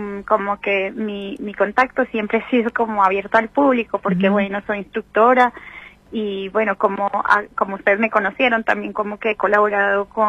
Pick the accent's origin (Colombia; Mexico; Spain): Colombia; now in Argentina; La verdad, yo amo Argentina como mi segunda patria, estoy acá hace muchísimos años, pero bueno, me afectó muchísimo porque soy colombiana también.